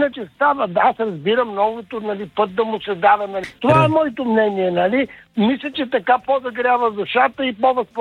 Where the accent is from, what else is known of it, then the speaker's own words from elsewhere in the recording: Sofia, Sofia City, Bulgaria; съм от София.